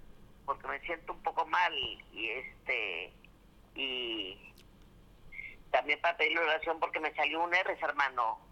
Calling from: Vega Alta, Puerto Rico; de Vega Alta.

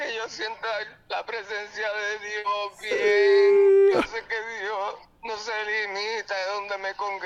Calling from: Mayagüez, Puerto Rico; de Mayagüez.

